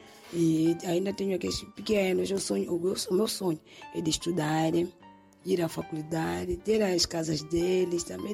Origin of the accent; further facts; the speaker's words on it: Mozambique; Eu sou uma Xangana.